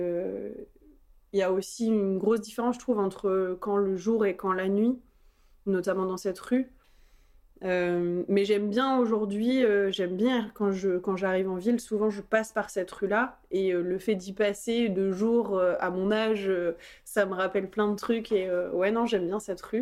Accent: Caen, Normandy, France; J'ai toujours vécu du coup à côté de Caen, je suis normande, on est un peu chauvin, nous les Normands.

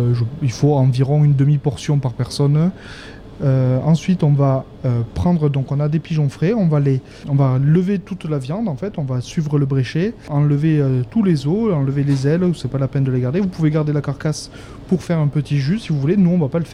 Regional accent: Occitanie, France; Ah, moi, je suis aveyronnais aussi.

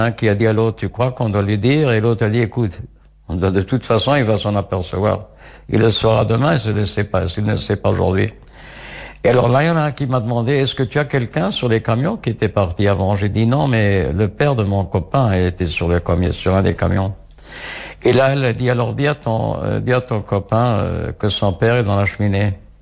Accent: Strasbourg, Grand Est, France; born there; je viens de France et j'avais pas été dans un cheder. Mais je parlais quand même un peu, parce que d'abord je suis né à Strasbourg, et je parlais déjà un peu d'allemand, et l'alsacien, c'est pas exactement le yiddish, mais j'avais déjà des notions du yiddish.

